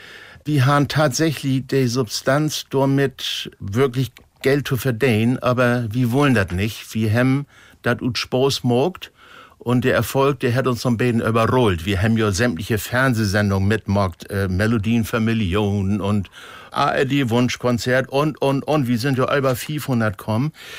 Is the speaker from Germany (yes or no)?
yes; Klein Nordende, Schleswig-Holstein, Germany; Das ist bei uns in Dörben, Klein Nordende, liegt wie im Zorn, 30